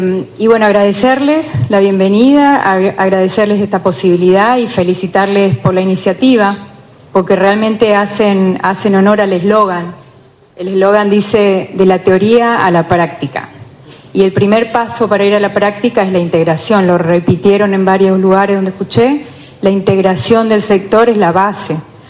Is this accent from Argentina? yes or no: yes; Eldorado, Misiones, Argentina; de Misiones, un paisaje totalmente distinto.